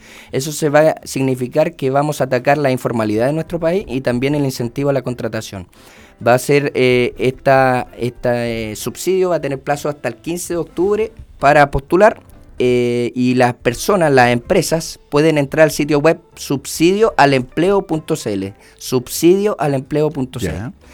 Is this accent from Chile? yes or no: yes; Osorno, Los Lagos, Chile; yo soy de Osorno